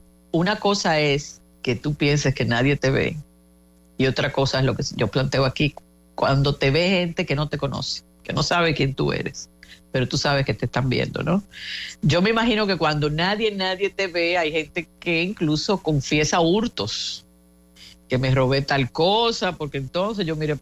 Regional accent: Dominican Republic; nosotros como dominicanos cuando emigramos tenemos comportamientos distintos

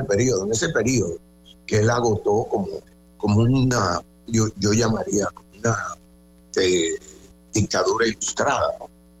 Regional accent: Dominican Republic; estábamos documentados, bien documentados como dominicanos

